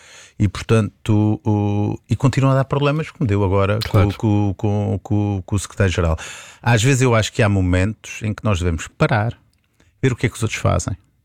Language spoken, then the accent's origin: Portuguese; Azores, Portugal; Eu como açoriano